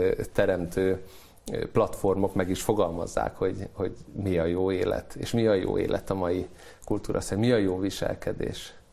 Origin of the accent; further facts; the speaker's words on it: Hungary; ami tartást adhat nekünk magyarként